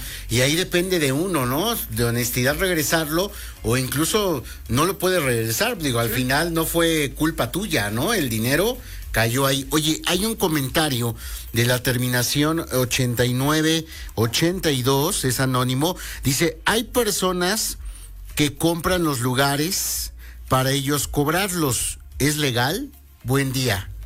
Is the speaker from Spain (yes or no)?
no; Mexico; como buen mexicano, lo tengo que decir, no somos dados a leer